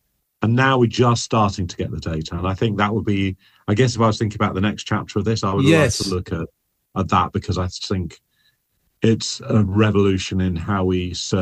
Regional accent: Texas, United States; also born or lived in United Kingdom; now in San Francisco, United States

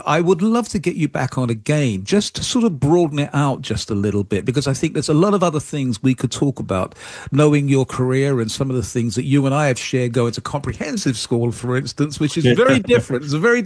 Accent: Texas, United States; You're like me, you're from Texas, right?

